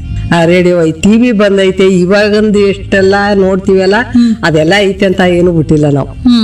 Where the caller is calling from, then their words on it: Agadur, Karnataka, India; ನಮ್ಮೂರ ಹೆಸರು ಆಗತ್ತೂರು.